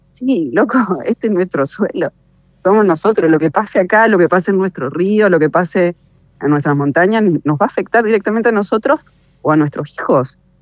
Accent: Argentina; somos todos argentinos, este es nuestro suelo

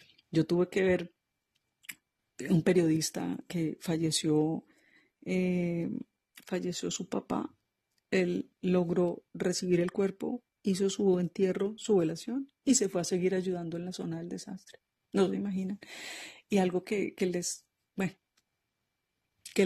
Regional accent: Colombia; reconocernos como colombianos

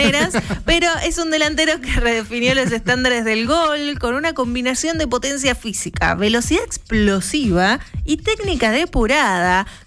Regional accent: Argentina

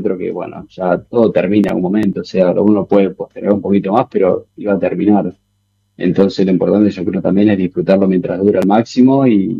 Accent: Argentina; acabo de llegar, soy de Argentina

